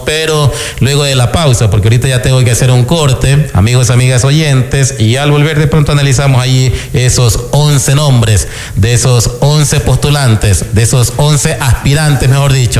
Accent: Ecuador; así somos los ecuatorianos

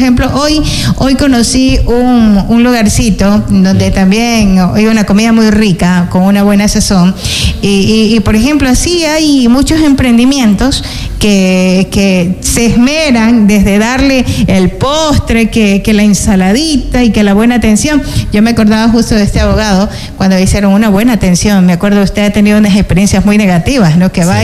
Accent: Santa Elena, Ecuador; Que no son de acá, de mi tierra

